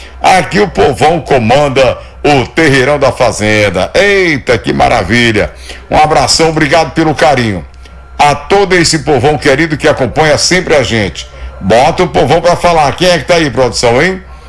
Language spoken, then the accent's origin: Portuguese; Bacabal, Maranhão, Brazil; lá da minha cidade, não? Bacabal